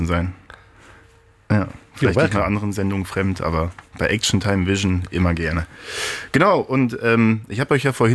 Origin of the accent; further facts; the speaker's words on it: Lippstadt, North Rhine-Westphalia, Germany; Und ich habe ÖPNV in meiner Heimatstadt Lippstadt veranstaltet, in einem Waschsalon.